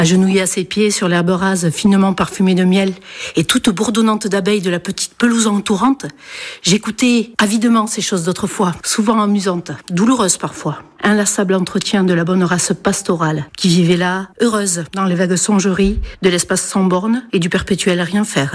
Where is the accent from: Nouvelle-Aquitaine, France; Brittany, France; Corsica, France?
Nouvelle-Aquitaine, France; Sabres; parce que je suis landaise, parce que je suis de Sabre et surtout parce que mes arrière-grands-parents et surtout grand-père étaient bergers.